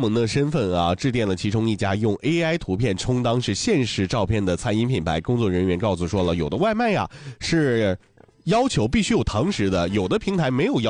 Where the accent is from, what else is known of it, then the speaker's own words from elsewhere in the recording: Northeast China, China; 咱们东北人爱吃锅包肉，